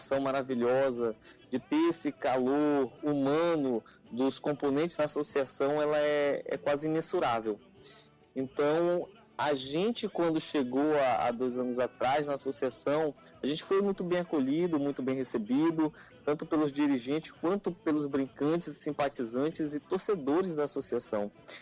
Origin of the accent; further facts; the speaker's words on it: Benjamin Constant, Amazonas, Brazil; ser filho da terra, e ser benjaminense, e ser do Alto Solimões